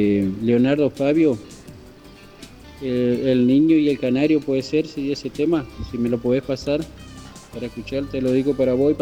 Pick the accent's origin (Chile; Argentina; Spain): Argentina; Puerto Yeruá, Entre Ríos; now in Concordia, Argentina; yo soy nacido y criado allá en Puerto Yerba. Puerto Yerba, para pasear y todo eso. Uh-huh. Pero más también acá, de acá donde yo estoy viviendo ahora en Concordia